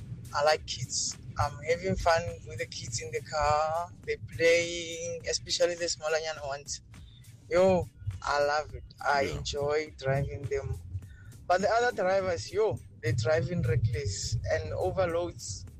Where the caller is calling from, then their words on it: Soshanguve, Gauteng, South Africa; I'm from Sosha.